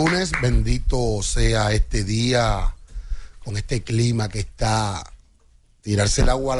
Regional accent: Dominican Republic; Y los dominicanos somos un país muy especial, muy trabajador.

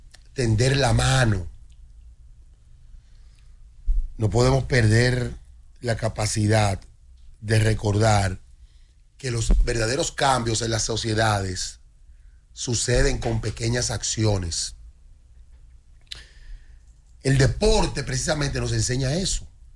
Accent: Dominican Republic

